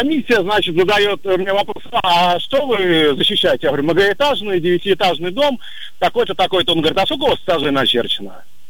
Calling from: Smolensk, Smolensk Oblast, Russia; Доброе утро, город-герой … из Смоленска.

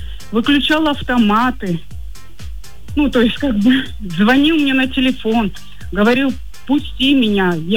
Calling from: Vladivostok, Primorsky Krai, Russia; мы из Приморского края. И Владивосток за тебя.

